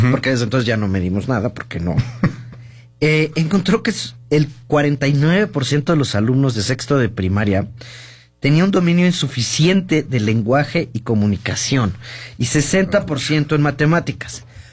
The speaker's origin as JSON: {"language": "Spanish", "country": "Mexico", "said": "estamos en una situación, la verdad, que debería de estarnos preocupando a todos como mexicanos."}